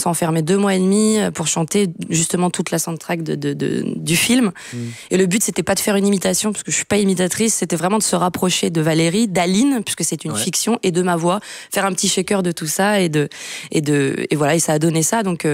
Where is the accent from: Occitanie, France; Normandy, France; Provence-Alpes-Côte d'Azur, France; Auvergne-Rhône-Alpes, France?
Auvergne-Rhône-Alpes, France; Lyon; moved away as an adult; now in Paris, France; donc je suis partie de ma ville natale qui était donc Lyon pour rejoindre Paris.